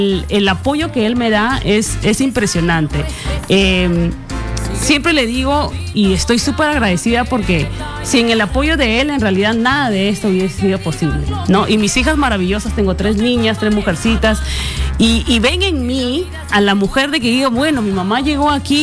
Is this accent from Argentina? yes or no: no; Motupe, Lambayeque, Peru; moved away; cuando regreso a Motupe. El lugar no es, pues, son personas muy humildes, pero regresar a mi pueblo es algo muy significativo